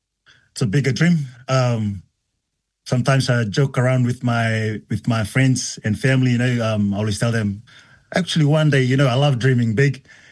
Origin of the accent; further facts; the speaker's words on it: Fiji; Because I'm from Kanavea Vune Tavuni. When I grew up in the village, they called me